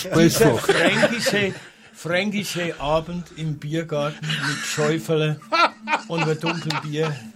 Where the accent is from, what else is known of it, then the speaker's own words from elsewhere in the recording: Switzerland; moved away; Komme ursprünglich aus der Schweiz.